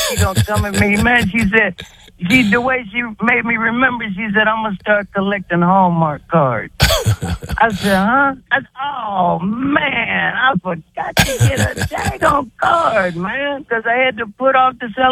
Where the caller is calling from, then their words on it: Florida City, Florida, United States; I'm calling from Florida City, Florida.